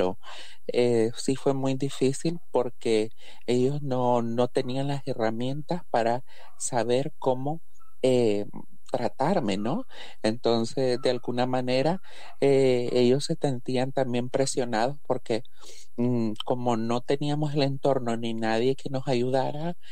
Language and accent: Spanish; Honduras; moved away; Me vengo de Honduras dejando todo atrás y aquí también he encontrado mucha, mucha persecución, ¿no?